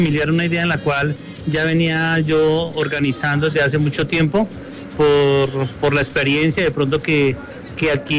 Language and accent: Spanish; Ramiriquí, Boyacá, Colombia; moved away as an adult; y más que yo soy de acá, entonces me gustó hacerlo de esta manera, y más como al lado del barrio donde siempre, pues, donde nací, ¿no?